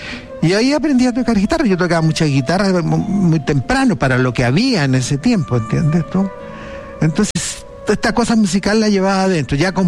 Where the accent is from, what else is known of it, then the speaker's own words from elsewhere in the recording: Iquique, Tarapacá, Chile; born there; Yo había leído Inostrosa cuando era chico, en Iquique, haber tenido 9 años, 10 años